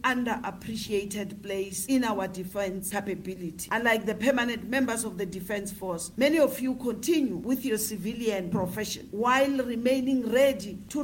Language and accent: English; South Africa